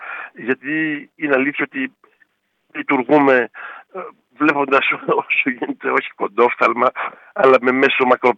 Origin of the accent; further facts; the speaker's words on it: Greece; moved away; also born or lived in Belgium; Πρώτα απ' όλα αγαπάω τον τόπο μου. 30 χρόνια επιχειρηματίες στο Βέλγιο